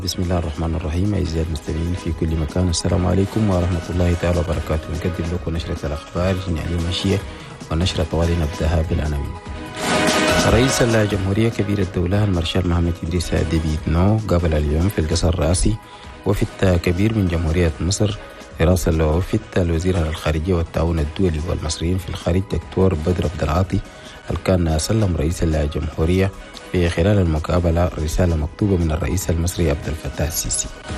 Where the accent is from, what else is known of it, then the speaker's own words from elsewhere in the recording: Chad; بين بلدنا تشاد وجمهورية مصر